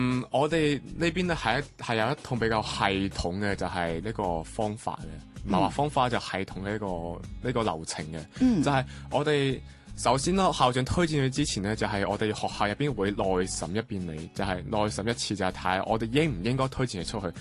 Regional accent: Macau; 我哋澳門人咧去內地高校咧

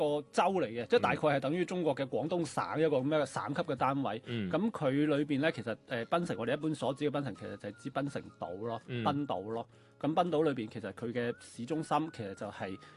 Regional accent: Guangdong, China; 作為廣東人嚟講咧

